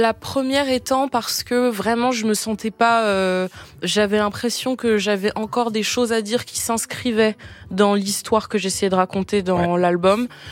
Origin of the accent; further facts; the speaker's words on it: Switzerland; je parle très lentement, je suis suisse, donc ça vient de mes origines certainement